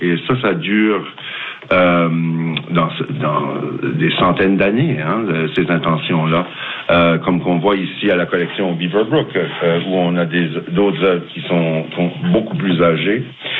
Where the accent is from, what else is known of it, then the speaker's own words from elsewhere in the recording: New Brunswick, Canada; ici, chez nous, au Nouveau-Brunswick.